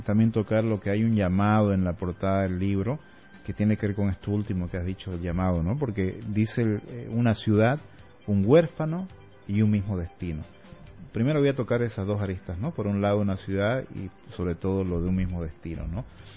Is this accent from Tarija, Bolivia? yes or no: no; Santa Cruz, Bolivia; lo conservador que somos también como cruceños